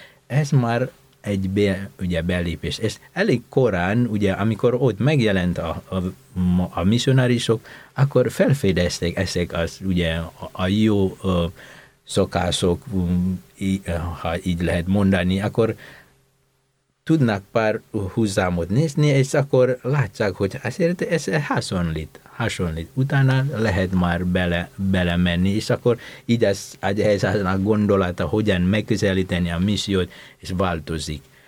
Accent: Indonesia; Hungarian is a second language; moved away as an adult; now in Hungary; Indonéziából származom

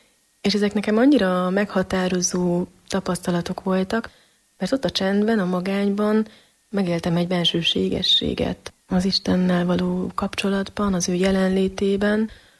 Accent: Piliscsaba, Pest, Hungary; Pilis Csabán nőttem föl, 6 gyermekes családban, én vagyok a legfiatalabb. Keresztény család vagyunk, és Pilis Csaba is egy keresztény közeg volt már akkor is

